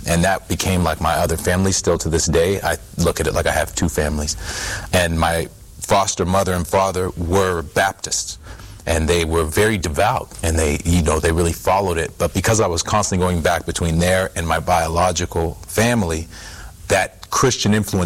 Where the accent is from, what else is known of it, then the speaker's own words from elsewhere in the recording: Canada; My brother was a very successful basketball player. He was an All-Canadian. I'm originally from Canada.